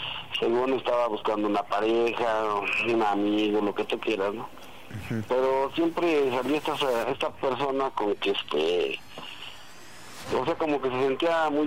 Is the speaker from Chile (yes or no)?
no; Nezahualcóyotl, State of Mexico, Mexico; Mira, yo tengo 47 años y soy de aquí de Ciudad Neza.